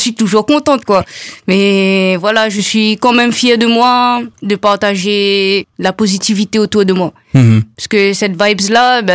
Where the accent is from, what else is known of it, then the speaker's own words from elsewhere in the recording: Réunion; moved away as an adult; now in Toulouse, France; Je suis originaire de la Réunion